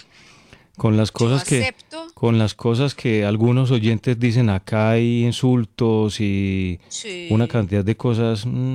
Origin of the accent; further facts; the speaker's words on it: Concordia, Antioquia, Colombia; mi pueblo, Concordia.